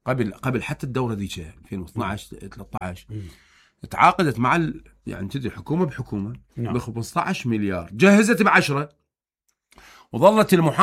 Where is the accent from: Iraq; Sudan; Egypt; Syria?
Iraq; Hillah, Babylon Governorate; أقول لك هسه أنا بعد يومين هم طالع بالشارع أنا ابن الحلة.